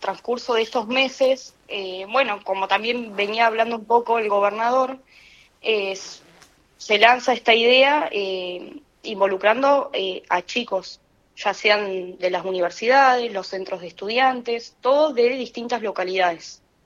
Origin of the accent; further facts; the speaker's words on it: Viedma, Río Negro, Argentina; tengo 25 años, soy de Viedma